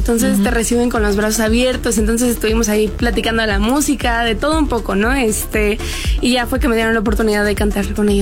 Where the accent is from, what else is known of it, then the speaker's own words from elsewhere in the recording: Mexico; yo soy muy orgullosa de donde vengo y estoy muy contenta de ser mexicana.